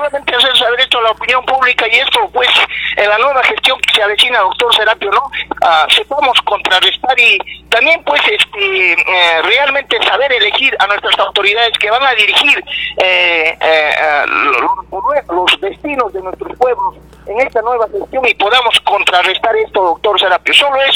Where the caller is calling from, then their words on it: Putucusi, Cusco, Peru; nosotros, los realmente putucusinos que amamos Yanatile, que somos del distrito de Yanatile